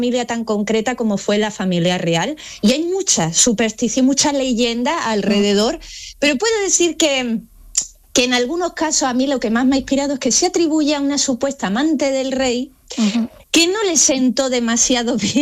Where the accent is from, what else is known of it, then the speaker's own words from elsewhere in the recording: Málaga, Andalusia, Spain; Entonces, esto había, como malagueña, me sentía en el deber de contarlo.